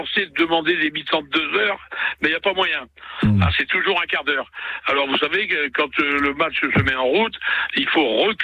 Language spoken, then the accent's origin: French; Neuville-Saint-Vaast, Hauts-de-France, France; born there; Non, moi je suis né entre Lens et Arras. Je suis né à Neuville-Saint-Va.